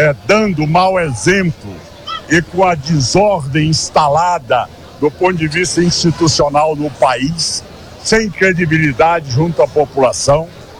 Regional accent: Goiás, Brazil; Nós hoje batemos no peito em qualquer lugar do Brasil e falam, nós somos goianos.

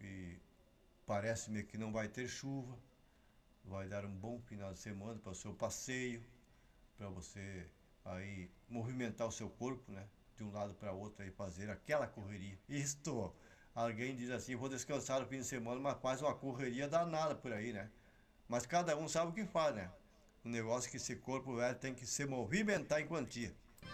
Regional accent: São Nicolau, Rio Grande do Sul, Brazil; now in Sapiranga, Brazil; lá na cidade onde eu me criei, São Nicolau

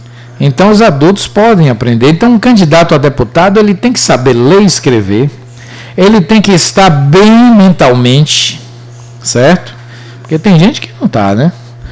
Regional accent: Maragogipe, Bahia, Brazil; born there; Maragogipe, na Petinga Seca, região onde eu nasci

